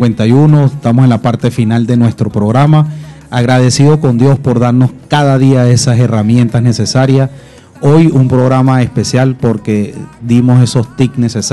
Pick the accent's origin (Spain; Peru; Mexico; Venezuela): Venezuela; nosotros como venezolanos tenemos un corazón noble.